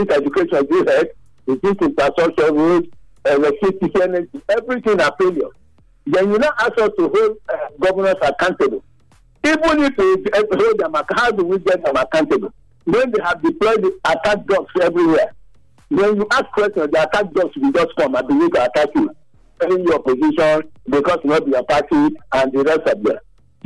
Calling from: Nigeria; I'm calling from Mobesa community.

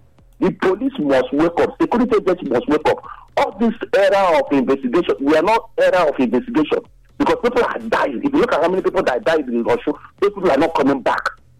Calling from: Benin City, Edo, Nigeria; I'm calling from Benin.

